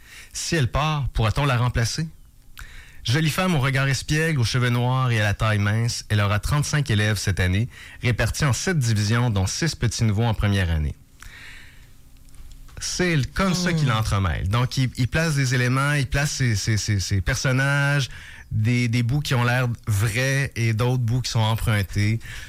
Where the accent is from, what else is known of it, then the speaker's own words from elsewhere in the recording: Quebec, Canada; dans la Beauce. C'est aussi ma région d'origine